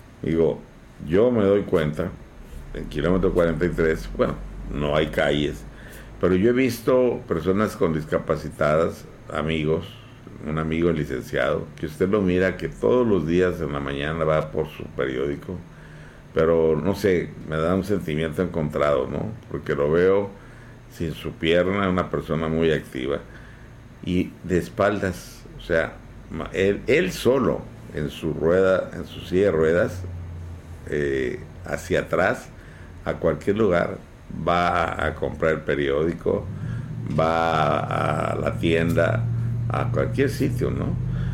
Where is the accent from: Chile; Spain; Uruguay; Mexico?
Mexico